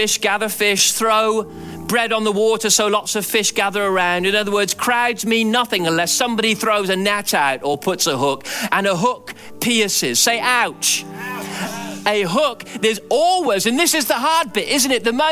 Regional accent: England, United Kingdom; I'm English.

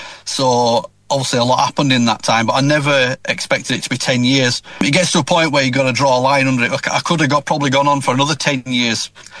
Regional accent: Thornhill Lees, Yorkshire and the Humber, United Kingdom; And with growing up in Thornhill Lees, I started there, really. I mean, the park behind the house where I grew up used to be a Kilner bottle factory.

